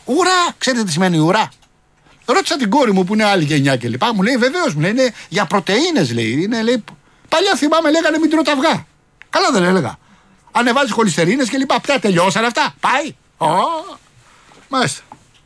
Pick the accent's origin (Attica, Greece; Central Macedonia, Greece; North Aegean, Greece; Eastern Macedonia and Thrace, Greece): Attica, Greece; Rafina; born or raised there